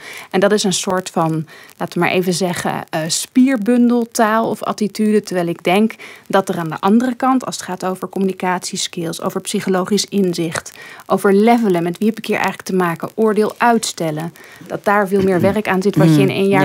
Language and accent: Dutch; Netherlands; Zeker voor mij als Nederlandse.